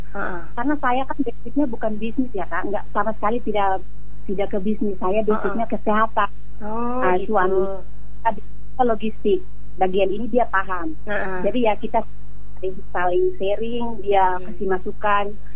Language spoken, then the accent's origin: Indonesian; Atapupu, East Nusa Tenggara, Indonesia; now in Surabaya, Indonesia; Saya rumahnya tuh di Atapupu